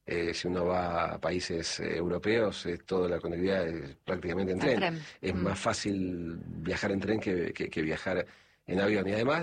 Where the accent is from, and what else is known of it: Buenos Aires, Argentina